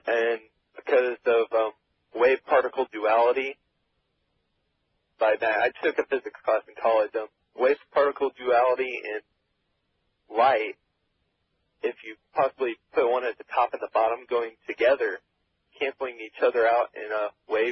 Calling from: Oak Grove, Missouri, United States; Oak Grove, Missouri.

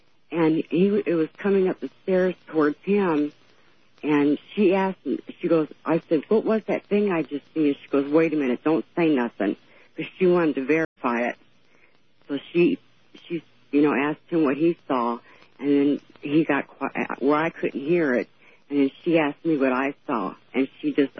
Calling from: Bloomington, Indiana, United States; I'm calling from Bloomington, Indiana.

